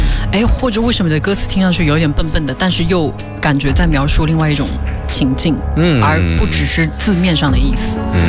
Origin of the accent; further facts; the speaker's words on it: northern China, China; 因为我也是北方小孩，所以都是比较干的地方